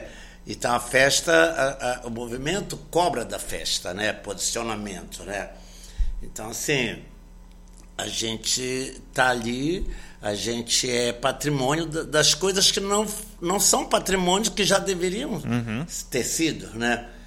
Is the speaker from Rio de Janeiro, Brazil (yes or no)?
no; Belém, Pará, Brazil; born there; eu nasci no Reduto, a minha família é uma família de refugiados, né, refugiados espanhóis que chegaram, isso no início do século passado